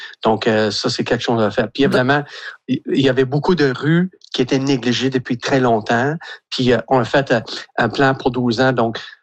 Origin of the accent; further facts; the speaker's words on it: Petit-Cadillac, Quebec, Canada; now in Mascouche, Canada; moi, je suis natif de Petit-Cadillac, puis même dans les années 70-80, un petit village de 15-5 personnes